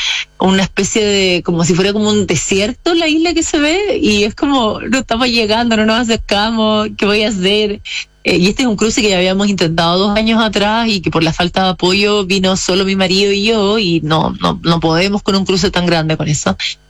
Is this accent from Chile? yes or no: yes; Chile; desde el fin del mundo, desde Chile